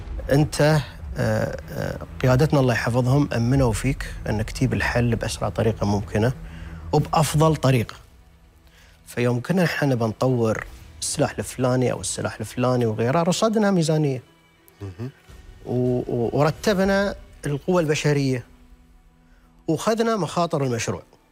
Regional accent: United Arab Emirates; نحن بعد من الإمارات

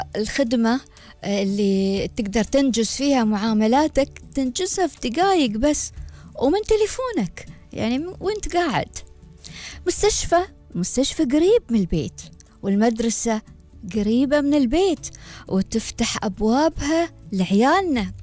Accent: United Arab Emirates; والجميل في بلادنا الإمارات أنها ما بس بنت الطرق والمباني، لكنها بنت شعور عميق بالاستقرار والثقة والأمان والإطمئنان.

